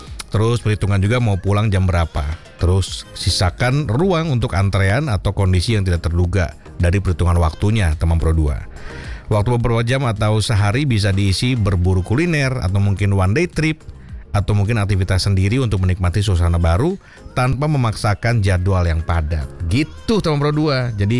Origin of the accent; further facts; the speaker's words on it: Bogor, West Java, Indonesia; kalau saya sendiri nih sebagai orang Bogor